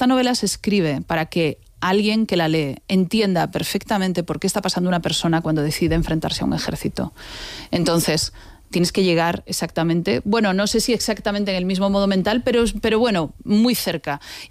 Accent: A Coruña, Galicia, Spain; Soy gallega de digámoslo, Coruña. Digámoslo, soy gallega. Gallega de A Coruña.

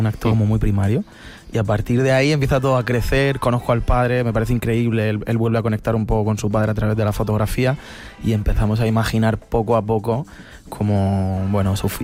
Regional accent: Murcia, Region of Murcia, Spain; Todos somos de Murcia y pintábamos graffiti

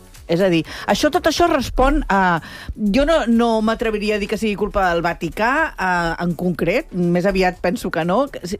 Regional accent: Barcelona, Catalonia, Spain; tots els que som barcelonins sempre pensem no el veurem acabar-la mai

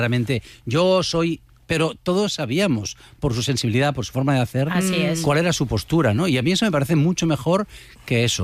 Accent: Barcelona, Catalonia, Spain; Yo como barcelonés... ten presente que vivo no muy lejos de la Sagrada Familia

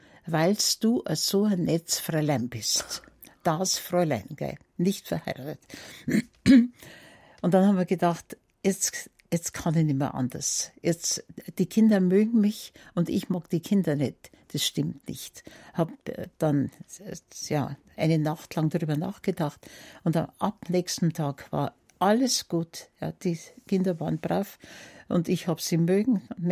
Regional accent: Niederding, Bavaria, Germany; moved away; also born or lived in Munich; Mein Geburtsjahr ist 1934. Aber ich bin nicht in München aufgewachsen, sondern in Niederding, das kennen vielleicht ein paar, zwischen Erding und Freising, ein kleines Dorf mit einer sehr schönen Kirche. Da war mein Vater Lehrer

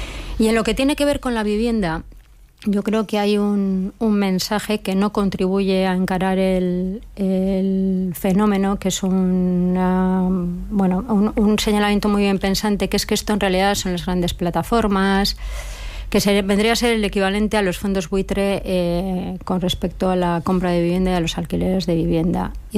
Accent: Basque Country, Spain; also born or lived in San Sebastián; Euskadi, que está, lo digo porque yo soy vasca.

